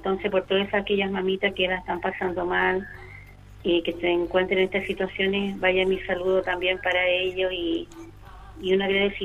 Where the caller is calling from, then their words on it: Calle Larga, Valparaíso, Chile; De acá, de Calle Larga.